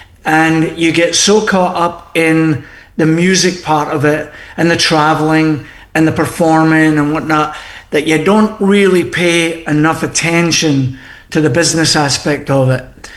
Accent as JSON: {"language": "English", "region": "Scotland", "country": "United Kingdom", "said": "Yeah, so, you know, being Scottish, and I know that Sam's off the Irish, you know, his Irish background."}